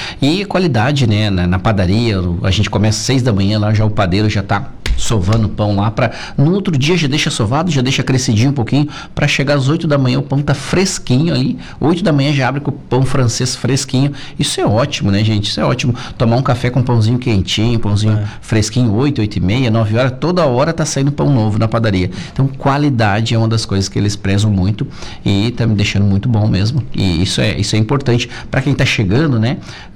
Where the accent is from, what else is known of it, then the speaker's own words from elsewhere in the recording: South Region, Brazil; Nós somos do Sul, né? Não dá pra rebaixar assim.